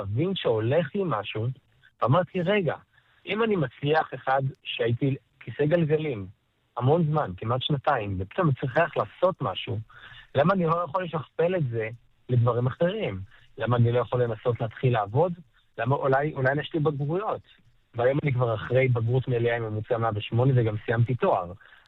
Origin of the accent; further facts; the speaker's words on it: Jerusalem, Jerusalem District, Israel; אני ירושלמי גם